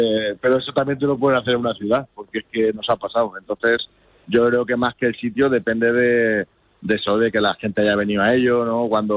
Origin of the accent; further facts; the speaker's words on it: Villarrobledo, Castilla-La Mancha, Spain; Yo soy de Villarroledo